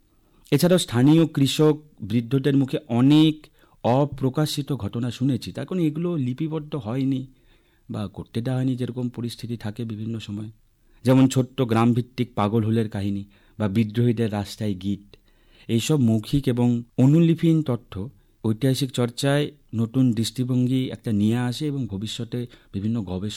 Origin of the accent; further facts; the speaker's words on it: West Bengal, India; born there; আমি নিজে উত্তরবঙ্গে জন্মেছি। আমাদের উত্তরবঙ্গে প্রচুর জাতি রয়েছে, জনজাতি রয়েছে